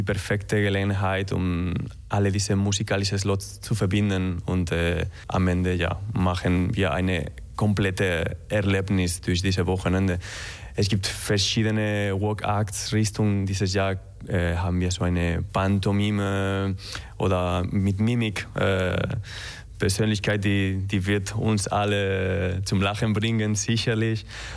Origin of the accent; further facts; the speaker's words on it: Madrid, Community of Madrid, Spain; German is a second language; moved away; also born or lived in Alicante; Ich komme aus Madrid.